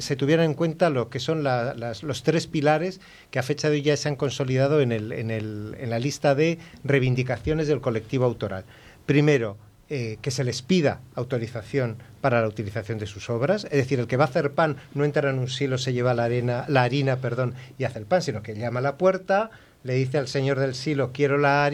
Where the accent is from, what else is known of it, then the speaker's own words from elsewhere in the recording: Basque Country, Spain; yo que soy vasco